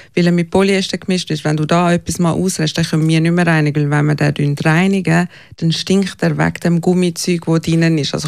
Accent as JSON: {"language": "German", "country": "Switzerland", "said": "Und es war schon eine ständige Angst gewesen, aber mehr als Schweizer, wo man Angst hat, dass man nichts Falsches macht"}